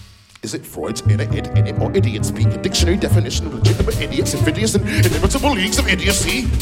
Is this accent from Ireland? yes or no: no; United Kingdom; We're British, and there's a thing of decorum and politeness, and it's rude to call people rude names.